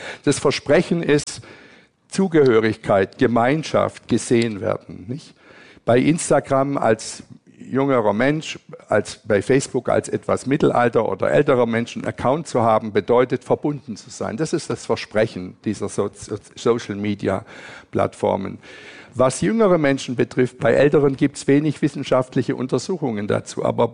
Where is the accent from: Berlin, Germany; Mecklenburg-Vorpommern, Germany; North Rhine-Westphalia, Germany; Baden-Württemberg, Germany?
Berlin, Germany; und ich komme aus Berlin, ich arbeite dort